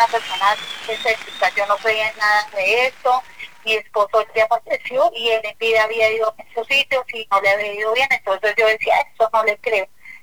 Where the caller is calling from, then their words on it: Bogotá, Colombia; lo llamo acá de Bogotá, del barrio San Carlos.